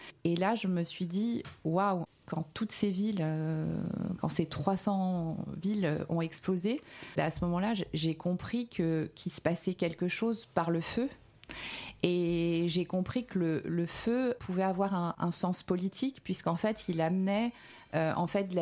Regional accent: Pierrefitte-sur-Seine, Île-de-France, France; moved away as an adult; now in Paris, France; j'ai 45 ans, je suis née en 80. J'ai grandi dans le 93 à Pierrefitte-sur-Seine, dans le quartier des Poètes, la Cité Rose. Mes parents sont venus de Tunisie lorsqu'ils avaient une vingtaine d'années.

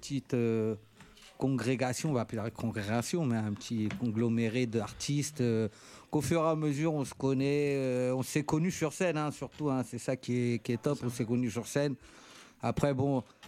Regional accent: France; born there; Bah, dans mon cas, moi je suis né en France, après bon, je suis reparti au bled, mais pour connaître mes origines

